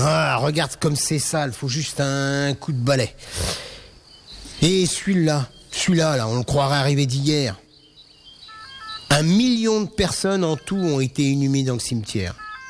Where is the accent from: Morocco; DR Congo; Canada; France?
France; Corsica; now in Paris, France; Non, je suis corse. Mais ça fait un bras que je vis à Paris. J'ai une maison là-bas avec 500 mètres de plage juste pour moi. Mon père y vit toujours.